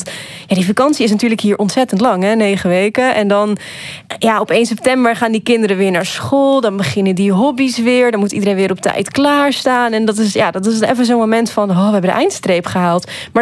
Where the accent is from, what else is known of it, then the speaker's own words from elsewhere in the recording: Netherlands; now in Belgium; dat is voor mij als Nederlander toch alweer iets bijzonders. Want zo'n collectief moment op 1 september, dat kennen wij niet in Nederland.